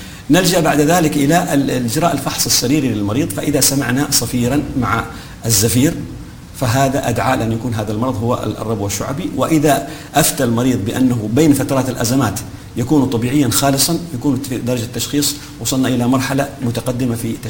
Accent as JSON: {"language": "Arabic", "region": "Hadhramaut", "country": "Yemen", "accent": "Hadhrami", "said": "أو خلينا نتكلم بالدارجة الحضرمية، عنيطة."}